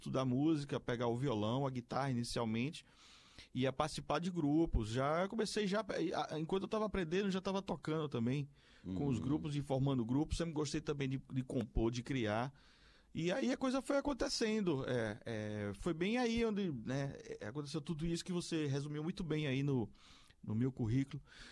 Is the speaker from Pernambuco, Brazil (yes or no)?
yes; Recife, Pernambuco, Brazil; also born or lived in Garanhuns; Eu nasci no interior, né, em Garanhuns, uhum, Agreste de Pernambuco.